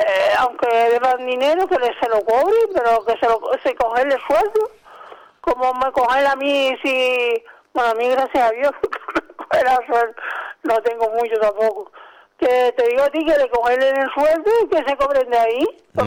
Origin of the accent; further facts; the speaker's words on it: Canary Islands, Spain; Yo soy peninsular y canario, fíjate tú.